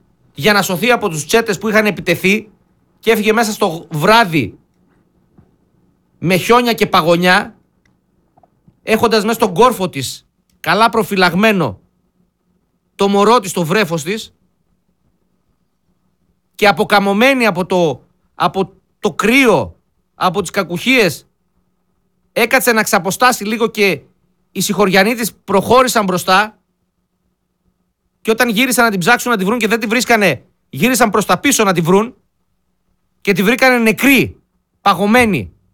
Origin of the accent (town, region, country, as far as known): Greece